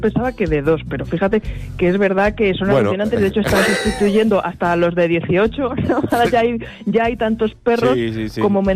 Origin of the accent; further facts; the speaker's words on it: Spain; Porque al final, como has dicho, somos españoles y nos gusta ganar.